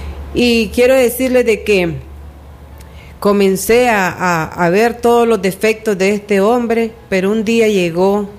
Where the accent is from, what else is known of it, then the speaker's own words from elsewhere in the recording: Camoapa, Boaco, Nicaragua; vengo de la ciudad de Camuapa